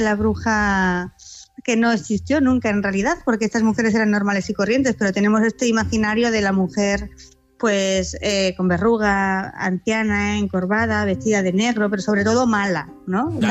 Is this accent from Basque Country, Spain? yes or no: yes; Basque Country, Spain; como yo soy vasca también, ¿no? Y como vasca, pues creciendo en estos bosques y en este mar tan bravo que tenemos